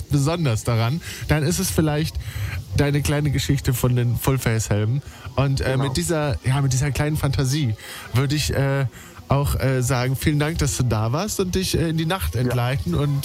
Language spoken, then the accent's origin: German; Berlin, Germany; Ich komme aus Berlin. Hier dürfen alle sein, wie wir wollen.